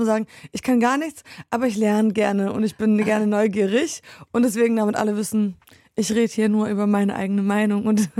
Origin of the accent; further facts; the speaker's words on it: Poland; Also ich bin vor allem in Polen groß geworden mit Liedern